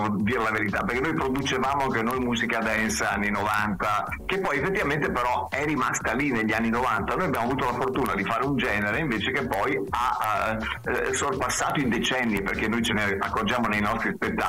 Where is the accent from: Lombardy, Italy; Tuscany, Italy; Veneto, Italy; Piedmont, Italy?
Veneto, Italy; now in Martina Franca, Italy; io che sono veneto mi sono trasferito in Puglia proprio per motivi che mi piace tantissimo questa regione.